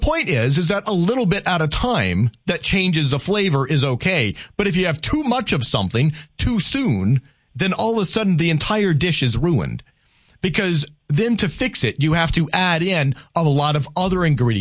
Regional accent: Louisiana, United States; I like that. I'm Cajun.

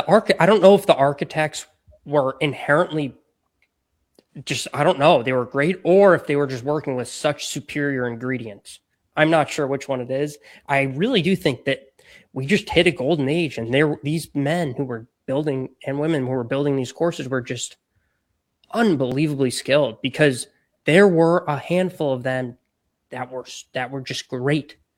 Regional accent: Northeast, United States; If we look back on the courses that we grew up playing up in the Northeast, most of these courses were that, like, what was there was there.

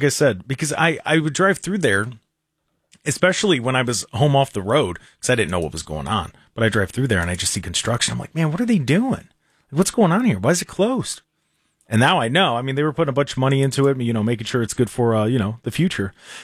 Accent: Seville, Ohio, United States; born there; also born or lived in Garfield Heights, Ohio; when we moved out to Seville, that's where Cy Hewitt Park, that's a really nice park out in Seville, T-ball and everything. That's where I played there.

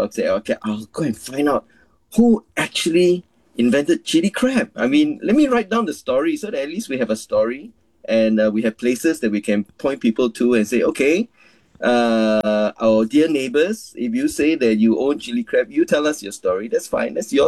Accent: Singapore

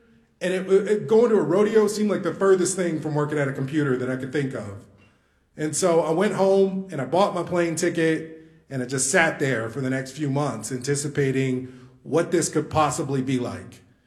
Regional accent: Kansas City, Kansas, United States; I said, I'm from Kansas City, Kansas. Where about? He said, oh, I live just off of 58th in Georgia. I grew up off of 57th in Georgia.

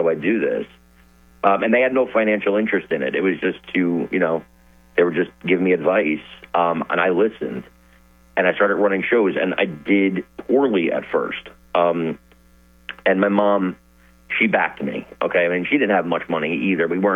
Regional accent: Newark, New Jersey, United States; born or raised there

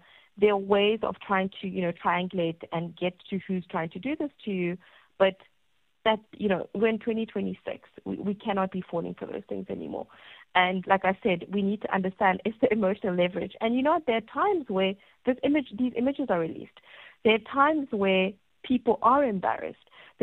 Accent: South Africa

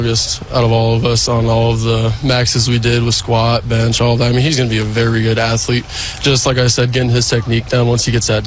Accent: Papillion, Nebraska, United States; growing up in Nebraska, it's always been a dream.

